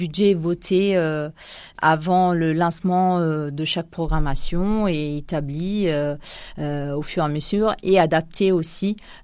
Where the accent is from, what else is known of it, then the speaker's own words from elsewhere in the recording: Italy; French is a second language; now in Poitiers, France; Oui, je viens d'Italie.